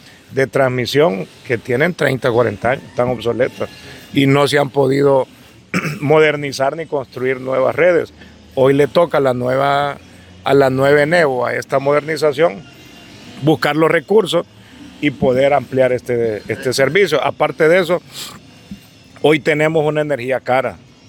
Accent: Honduras; quien la paga somos el pueblo hondureño

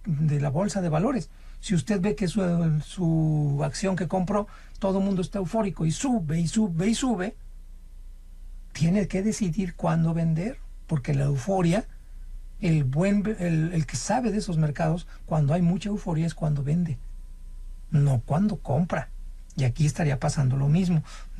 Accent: Mexico; un pequeño empresario como usted, como yo, mexicano

